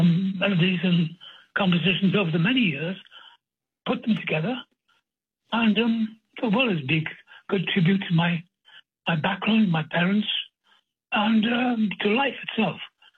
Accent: Wales, United Kingdom; now in United States; I'm Welsh, and that's it.

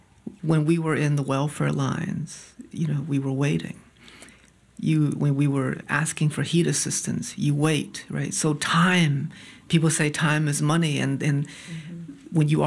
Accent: Connecticut, United States; born there; moved away as an adult; So when I came to New York to go to school, I told folks, I'm from Connecticut

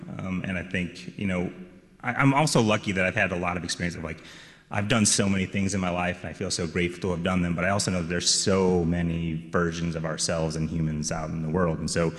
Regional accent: St. Louis, Missouri, United States; born or raised there

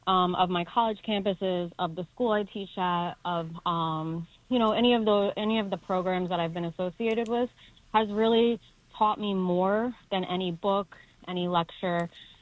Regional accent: New York City, New York, United States; I'm a New York City teacher. I am a New Yorker originally, and growing up, I was in like a community that was pretty much Caucasian.

